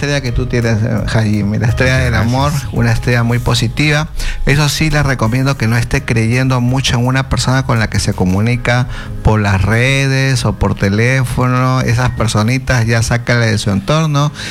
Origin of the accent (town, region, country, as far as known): Peru